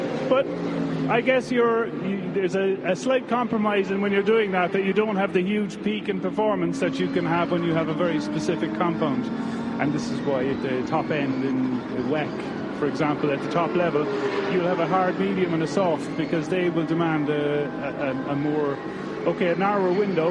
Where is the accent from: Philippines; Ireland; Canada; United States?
Ireland; Cork, Munster; moved away; I'm from Cork in the south of Ireland.